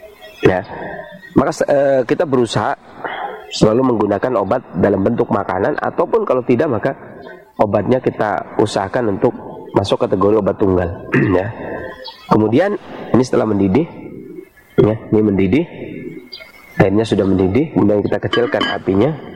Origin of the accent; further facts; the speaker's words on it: Indonesia; Berbeda dengan orang-orang di negeri kita, Jawa itu jamunya keruh